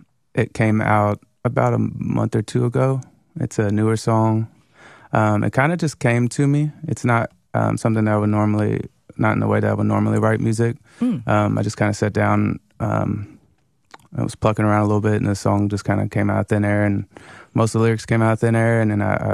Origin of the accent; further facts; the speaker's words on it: Louisville, Kentucky, United States; I'm from Louisville, Kentucky.